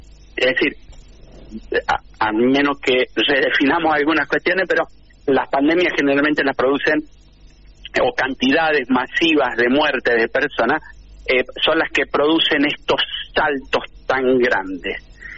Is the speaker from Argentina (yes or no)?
yes; San Juan, Argentina; born there; now in Córdoba, Argentina; Eso sí, vivo acá, sí. Nací en San Juan y vivo acá en provincia de Córdoba.